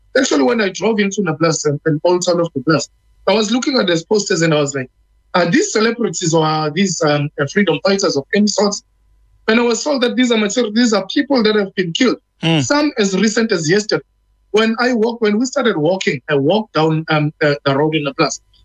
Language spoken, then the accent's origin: English; KwaZulu-Natal, South Africa; I'm one activist from South Africa in KZN, and the truth is not to be quiet.